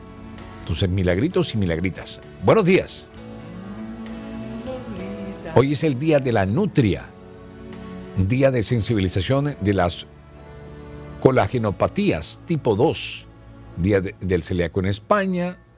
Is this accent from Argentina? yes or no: no; Caribbean Region, Colombia; born there; Y nosotros que nacimos en el Caribe colombiano somos recontra chéveritos.